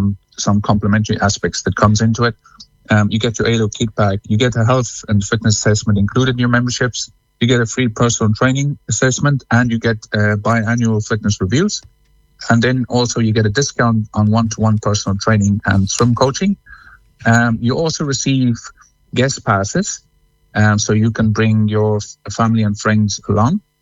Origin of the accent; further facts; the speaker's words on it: South Africa; now in Cong, Ireland; I'm originally from South Africa